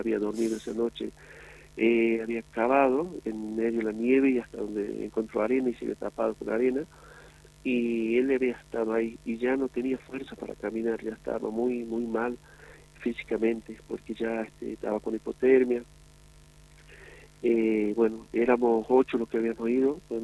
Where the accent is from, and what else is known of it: Antofagasta, Chile